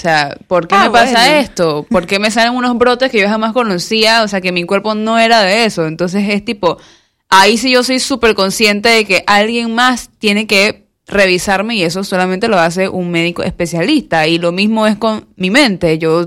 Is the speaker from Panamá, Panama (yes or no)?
no; Colón, Panama; Sí, soy de Colón.